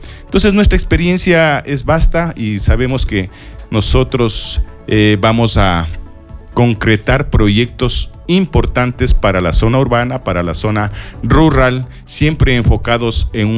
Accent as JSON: {"language": "Spanish", "area": "Quiroga", "region": "Imbabura", "country": "Ecuador", "said": "Cuando me preguntaban de dónde eres, decía de Quiroga"}